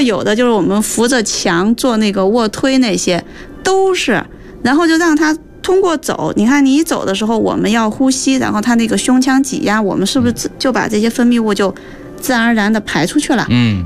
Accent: China

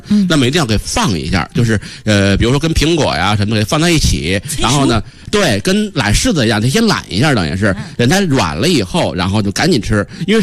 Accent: Beijing, China; 我们北京人就从小就烤白薯

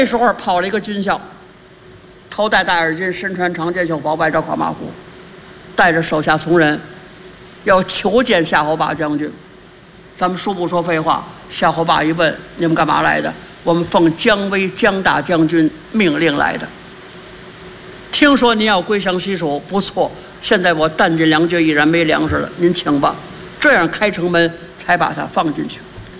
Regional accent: Beijing, China; 咱们北京人有这毛病

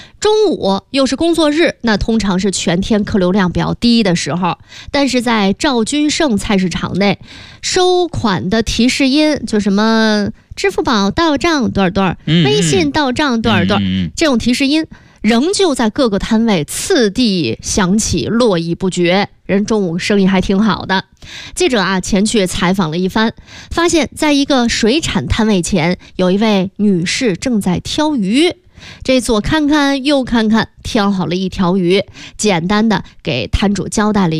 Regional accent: Hebei, China; 反正我们河北都说刮鱼鳞

